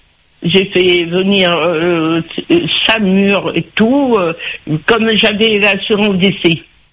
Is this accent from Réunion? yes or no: yes; Réunion; moved away as an adult; now in Metropolitan France; je suis réunionnaise